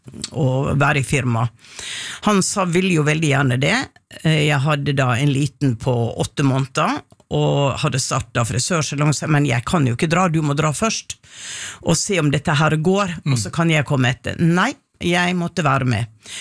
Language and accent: Norwegian; Western Norway, Norway; Nei, det kan jeg ikke, men jeg er fra Vestlandet.